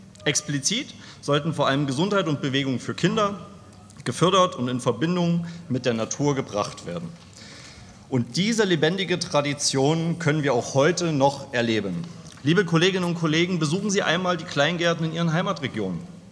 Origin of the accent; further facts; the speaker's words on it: Leipzig, Saxony, Germany; Als Leipziger